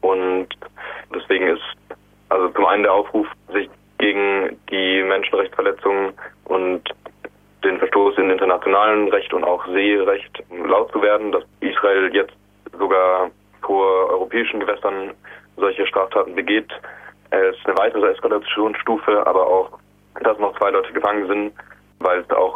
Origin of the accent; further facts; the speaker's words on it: Germany; dass ich bin in Deutschland aufgewachsen oder mit der Erziehung aufgewachsen